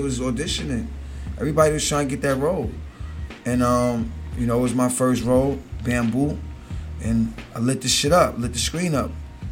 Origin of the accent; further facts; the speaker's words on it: New York City, New York, United States; also born or lived in Alabama; I come from Queens, I seen so much